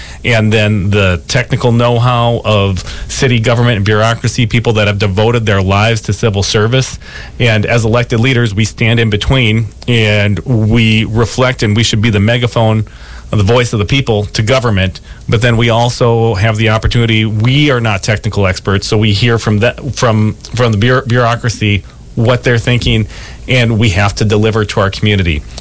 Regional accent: Richfield, Minnesota, United States; also born or lived in Bloomington; Richfield, which is a city that I grew up in. I was born in Bloomington, attended Bloomington, Richfield.

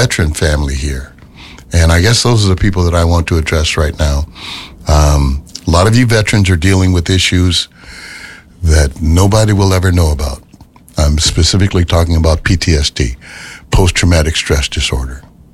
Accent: Memphis, Tennessee, United States; now in Minnesota, United States; I've been to so many places in the United States, and my hometown of Memphis

